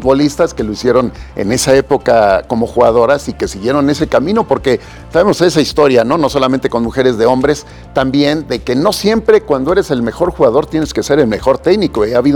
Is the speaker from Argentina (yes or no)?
no; Mexico; uno como mexicano